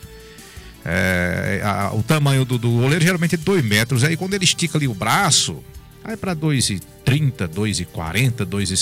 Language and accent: Portuguese; Brazil; nós somos brasileiros, né, Faria Júnior?